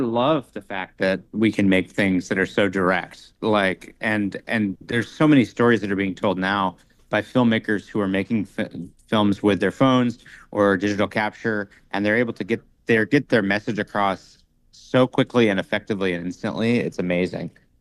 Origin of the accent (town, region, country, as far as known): United States